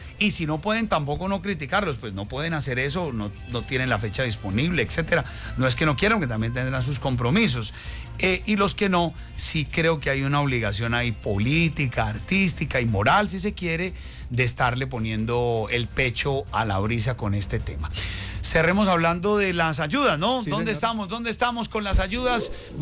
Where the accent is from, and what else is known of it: Colombia